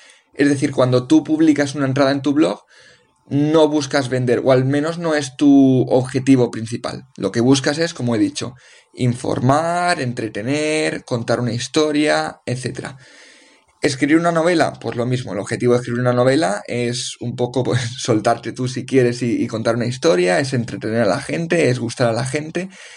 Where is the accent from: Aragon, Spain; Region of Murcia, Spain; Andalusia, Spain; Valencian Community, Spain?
Valencian Community, Spain; Valencia; moved away as an adult; also born or lived in North Macedonia / South Korea / Azerbaijan; now in Cape Town, South Africa; soy de Valencia, aunque durante los últimos años he estado viviendo en varios países. He pasado por Macedonia, he pasado por Corea del Sur, he pasado por Azerbaiyán. Y ahora mismo este programa lo estoy grabando en Ciudad del Cabo, en Sudáfrica.